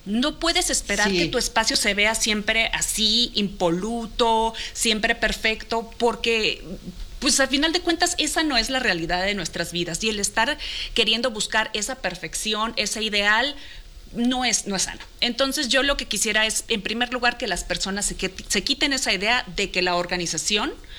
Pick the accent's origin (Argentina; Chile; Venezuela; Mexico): Mexico; Sonora; La norteña, a final de cuentas norteña, soy de Sonora.